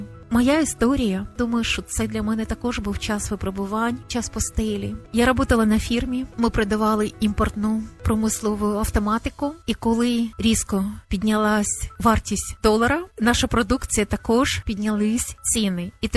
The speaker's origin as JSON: {"language": "Ukrainian", "region": "Kyiv", "country": "Ukraine", "said": "хоча я киянка"}